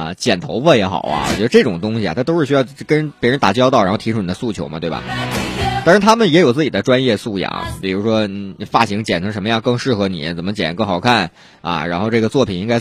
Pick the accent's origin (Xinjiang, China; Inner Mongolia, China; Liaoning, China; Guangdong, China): Liaoning, China; 要不是因为我也是辽宁的